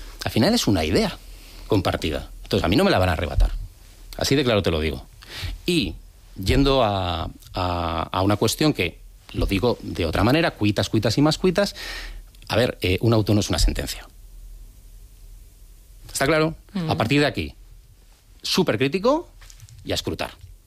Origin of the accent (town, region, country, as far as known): San Sebastián, Basque Country, Spain; now in Madrid, Spain